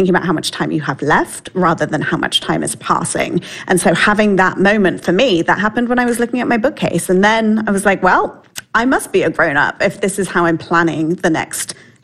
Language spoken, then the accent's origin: English; United Kingdom; I'm British, so in the UK, you want to be 18 so you can go and have a drink.